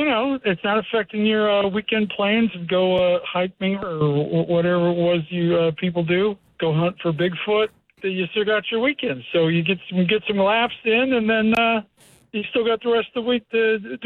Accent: Utah, United States; Currently, from Connecticut, but I grew up in Utah. So that usually gets the party going when I tell people that.

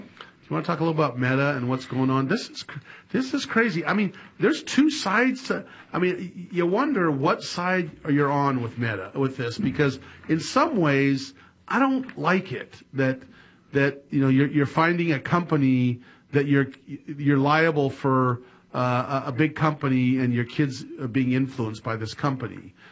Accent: Sacramento, California, United States; I will never forget when I grew up in Sacramento, back when it was, you know, there was newer houses in the early 60s

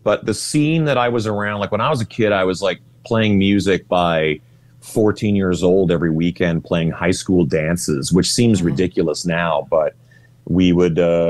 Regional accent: Manitoba, Canada; born there; also born or lived in Saskatchewan; We grew up, I was born in Saskatchewan, but we immediately moved up to northern Manitoba.

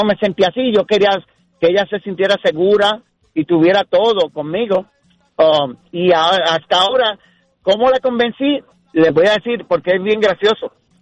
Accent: Puerto Rico; now in Texas, United States; Yo soy puertorriqueño y mi esposa es nacida acá en Texas, pero es de México.

